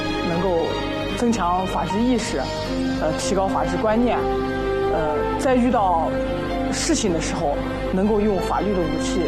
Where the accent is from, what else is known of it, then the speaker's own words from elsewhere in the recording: Xinjiang, China; 我是22团土生土长的人啊